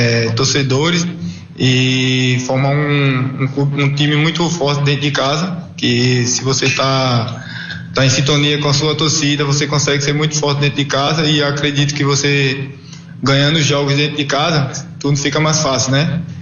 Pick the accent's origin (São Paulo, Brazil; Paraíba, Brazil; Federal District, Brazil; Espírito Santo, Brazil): Paraíba, Brazil; moved away as an adult; Eu vim da Paraíba novo, 19 anos, para o sub-20 do Capivariano